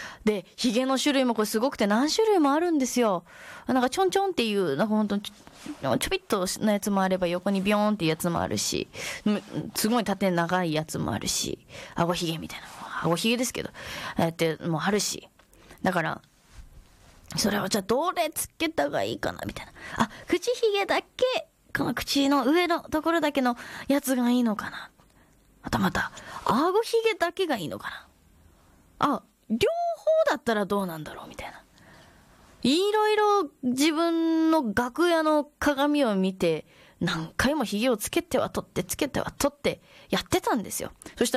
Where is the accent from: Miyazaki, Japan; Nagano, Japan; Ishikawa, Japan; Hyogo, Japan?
Miyazaki, Japan; 私と同じ宮崎県出身でございます